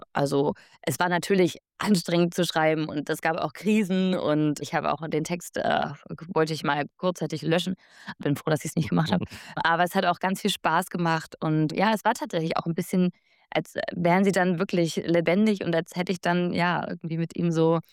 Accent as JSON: {"language": "German", "region": "East Germany", "country": "Germany", "tie": "born or raised there", "said": "meine eigene Biografie und Erfahrung als junge Frau, die aufgewachsen ist in Ostdeutschland. Und dann bin ich nach Leipzig gezogen und habe am Literaturinstitut studiert"}